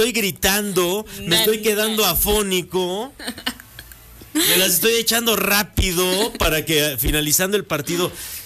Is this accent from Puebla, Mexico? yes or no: yes; Puebla, Mexico; Porque soy poblano, aunque parezco italiano, pero soy poblano.